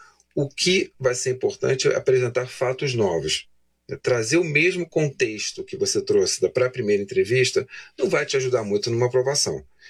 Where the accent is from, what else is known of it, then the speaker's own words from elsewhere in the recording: Brazil; nós somos brasileiros